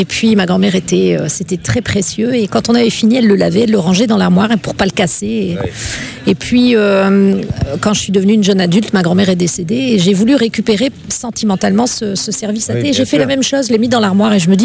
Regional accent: Hauts-de-France, France; moved away; also born or lived in Lille; je suis une ch'ti d'origine

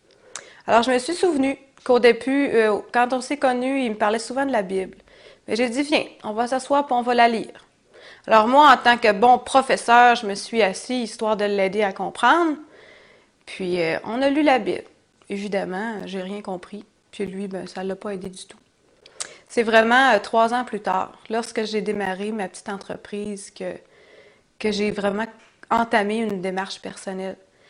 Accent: Saguenay, Quebec, Canada; moved away as an adult; j'étais seule dans cette région-là parce que je venais du Saguenay, puis j'étais à Québec, mon chum n'avait pas de famille là non plus, j'étais toute seule.

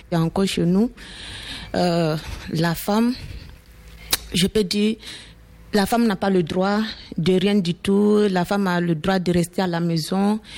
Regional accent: Guinea; j'ai 23 ans, je suis guinéenne.

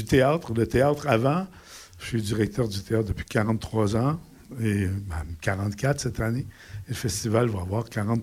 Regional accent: Petite-Vallée, Quebec, Canada; born there; du vent qui est omniprésent sur la longue pointe où je suis né, à Petite-Vallée, en Gaspésie.

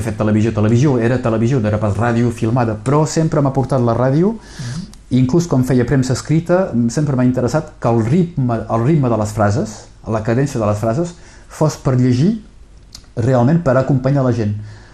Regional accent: Occitania, France; Catalan is a second language; also born or lived in Elna; now in Perpignan, France; Me costava parlar català, perquè com que jo no sóc espanyol, no sóc fill de Catalunya Sud, fa que no puc pas de cap manera tenir un català fluid en aquell temps.

